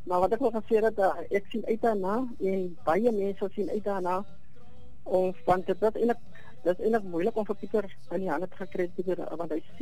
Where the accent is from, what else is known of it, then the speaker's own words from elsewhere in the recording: Hartenbos, Western Cape, South Africa; born there; also born or lived in Mossel Bay; Ja, ek het in Hartenbos groot geword as een kind. Ons het in die sandpad gebleef